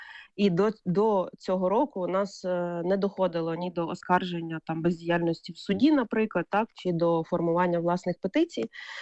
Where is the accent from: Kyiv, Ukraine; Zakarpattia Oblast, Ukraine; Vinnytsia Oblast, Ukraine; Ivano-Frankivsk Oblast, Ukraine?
Kyiv, Ukraine; я це як киянка сприйняла